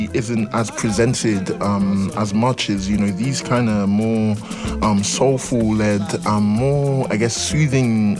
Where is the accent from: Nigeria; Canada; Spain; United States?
Nigeria; English is a second language; now in United Kingdom; growing up in Nigeria